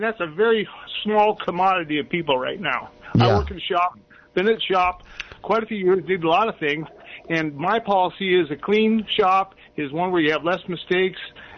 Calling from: Salinas, California, United States

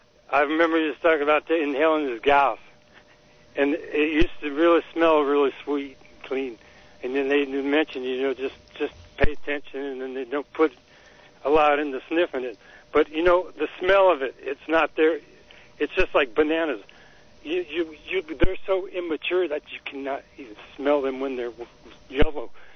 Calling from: Royal Oak, Michigan, United States; from Royal Oaks.

